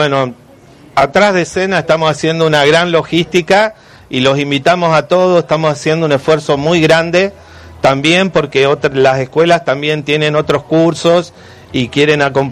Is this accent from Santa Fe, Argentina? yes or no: yes; Santa Fe, Argentina; como santafesino y bueno, en representación de Santo Tomé